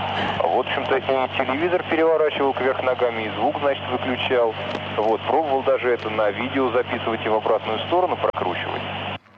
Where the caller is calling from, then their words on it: Volgograd, Volgograd Oblast, Russia; Я, значит, из Волгограда, вот, нас тут подключили...